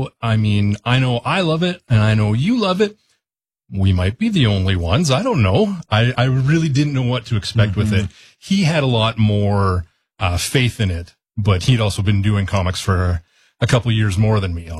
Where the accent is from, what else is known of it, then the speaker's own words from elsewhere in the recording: Humboldt, Saskatchewan, Canada; Being that it's set in my hometown of Humboldt, you know, representation, familiar landmarks, the Broncos, stuff like that shows up in there.